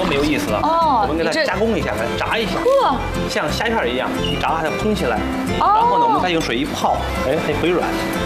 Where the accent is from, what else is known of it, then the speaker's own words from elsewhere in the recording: Henan, China; moved away; 在我们河南老家